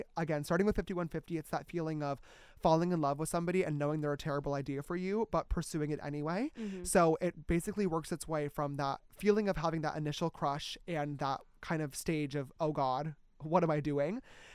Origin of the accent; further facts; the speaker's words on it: New York, United States; moved away; back in my hometown of upstate New York